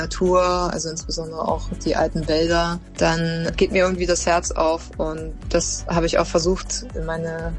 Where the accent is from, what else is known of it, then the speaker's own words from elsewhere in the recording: Brandenburg, Germany; moved away as an adult; now in Tokyo, Japan; Für mich persönlich ist Heimat der Ort, wo ich herkomme und wo ich sozialisiert wurde, also Brandenburg.